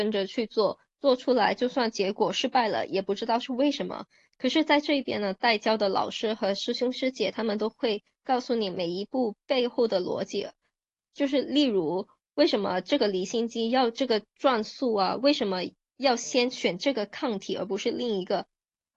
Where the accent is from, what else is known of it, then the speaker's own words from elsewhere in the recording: Hong Kong; now in China; 会照顾到我们是从香港来的，可能听不懂他们说的普通话的术语